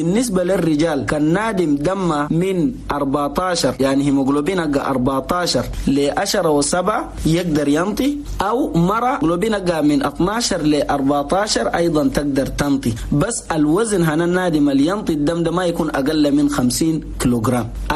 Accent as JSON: {"language": "Arabic", "country": "Chad", "said": "نقول لأخواننا المواطنين جميعا في بلدنا تشاد"}